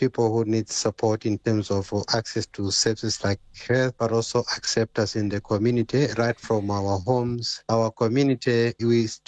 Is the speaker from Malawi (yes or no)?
yes; Malawi; Growing up as a person with albinism in Malawi, I faced such experiences right from school, and in our family, we are also three children with albinism.